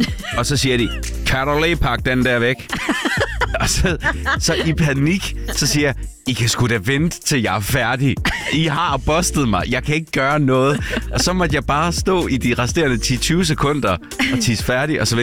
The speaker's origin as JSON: {"language": "Danish", "town": "Aarhus", "region": "Central Denmark Region", "country": "Denmark", "tie": "born or raised there", "said": "jeg er jo op fra Aarhus af. Ja. Gammel Aarhus-dreng."}